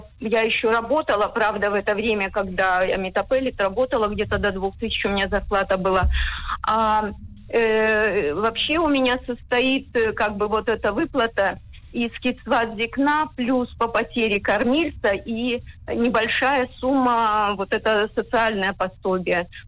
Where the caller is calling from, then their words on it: Haifa, Haifa District, Israel; из Хайфы. Мне сейчас 69 лет.